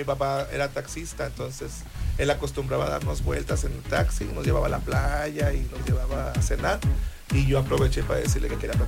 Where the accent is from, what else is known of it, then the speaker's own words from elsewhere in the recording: San Blas, Nayarit, Mexico; Mira, yo soy originario de San Blas, Nayarit.